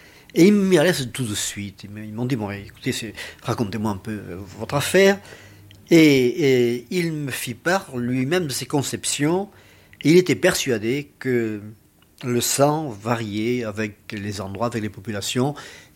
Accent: Southern France, France; accent: Midi; moved away as an adult; Moi j'arrivais très intimidé avec mon accent du Midi, parce que je ne connaissais pas Paris

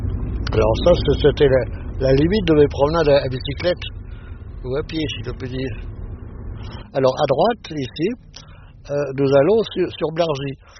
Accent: Paris, Île-de-France, France; born there

